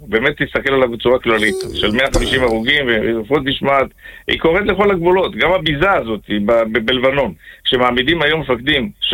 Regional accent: Jerusalem, Jerusalem District, Israel; born there; וגם אני כנער מתבגר בירושלים

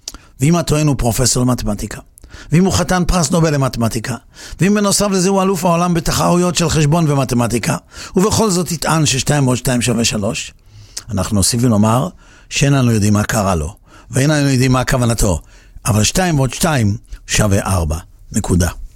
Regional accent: Netanya, Central District, Israel; ואני גדלתי בנתניה שהייתה בירת הכדורגל וכולנו שיחקנו כדורגל שהיינו ילדים.

